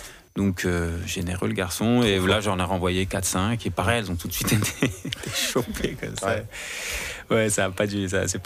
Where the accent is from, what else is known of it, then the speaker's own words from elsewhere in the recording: Paris, Île-de-France, France; born there; also born or lived in Honfleur; je suis parisien. Enfin, je suis né à Paris, mais mon daron avait cette maison à Honfleur où il allait passer sa retraite. Donc, comme je l'ai plus connu retraité qu'actif, j'ai passé beaucoup de temps à Honfleur.